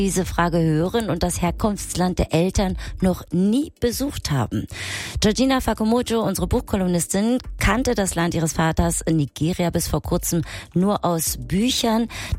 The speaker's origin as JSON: {"language": "German", "region": "Berlin", "country": "Germany", "said": "Ich antworte dann immer wahrheitsgemäß: aus Berlin. Das irritiert tatsächlich immer noch Menschen, da ich schwarz bin"}